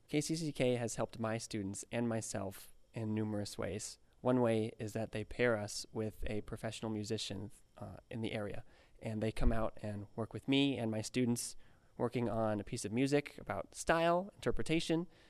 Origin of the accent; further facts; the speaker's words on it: Des Moines, Iowa, United States; moved away as an adult; now in Cedar Rapids, United States; where I grew up back in the Des Moines area.